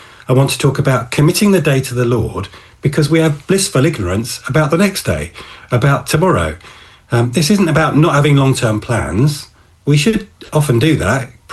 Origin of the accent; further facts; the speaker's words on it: London, United Kingdom; I was born in Wimbledon